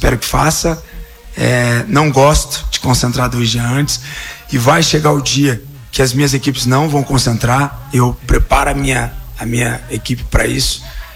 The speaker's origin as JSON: {"language": "Portuguese", "town": "Campinas", "region": "São Paulo", "country": "Brazil", "moved": "yes", "lives_now": "Goiânia, Brazil", "said": "Eu sou de Campinas"}